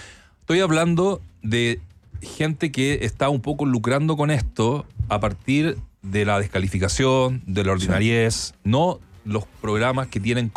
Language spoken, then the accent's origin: Spanish; Chile; nos tocó a todos nosotros como gente, como chilenos, como amantes del fútbol